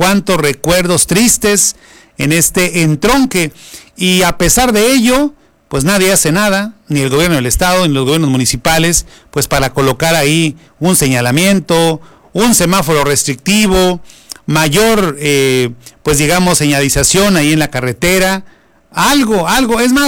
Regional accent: Mexico

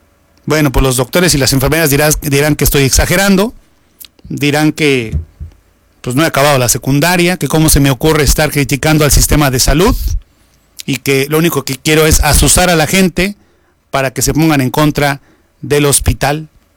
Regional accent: Mexico; los mexicanos que estábamos viendo el Mundial ya con un poco de recelo

